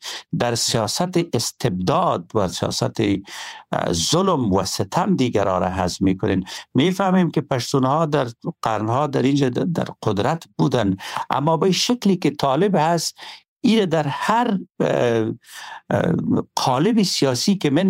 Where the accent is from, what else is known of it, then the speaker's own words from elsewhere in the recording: Afghanistan; ما از کشور هستین، افغان هستین